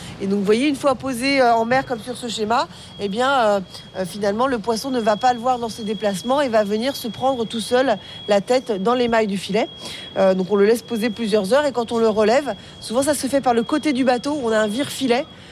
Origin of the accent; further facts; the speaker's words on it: Brittany, France; On dit le bao, sinon chez nous en Bretagne.